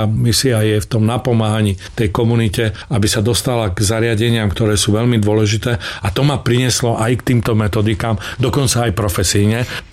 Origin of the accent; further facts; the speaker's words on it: Čemerné, Prešov Region, Slovakia; also born or lived in Bardejov; Ja som sa narodil v Bardejove a potom sme sa presťahovali do Čemerného